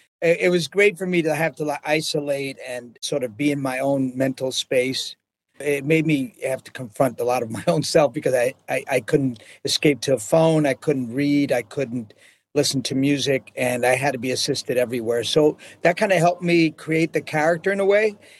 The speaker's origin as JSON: {"language": "English", "region": "New York", "country": "United States", "tie": "born or raised there"}